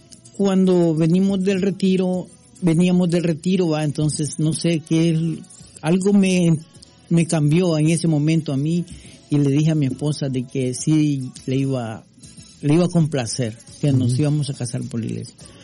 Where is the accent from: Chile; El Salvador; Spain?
El Salvador; now in Washington, United States; soy de El Salvador.